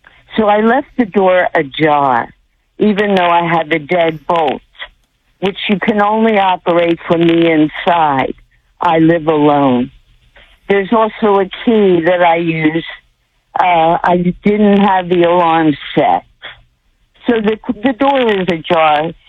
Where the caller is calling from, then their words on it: New Jersey, United States; I'm calling from South Jersey.